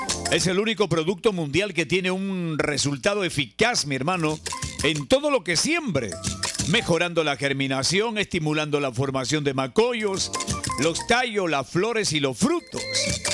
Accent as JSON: {"language": "Spanish", "country": "Peru", "said": "porque somos peruanos"}